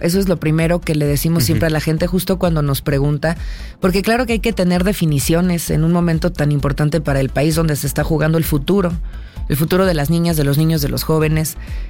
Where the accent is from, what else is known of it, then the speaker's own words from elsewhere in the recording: Querétaro, Mexico; born there; En mi caso, yo nací en Querétaro. Creo que represento lo mejor de los dos mundos queretanos, que son quienes nacimos ahí, que sentimos mucho orgullo